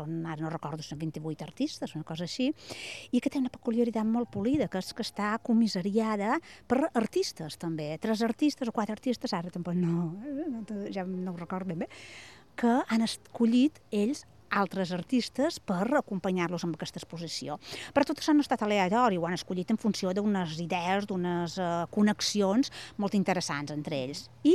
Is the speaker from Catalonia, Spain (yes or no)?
no; Balearic Islands, Spain; som menorquina i som professores a la Universitat de Barcelona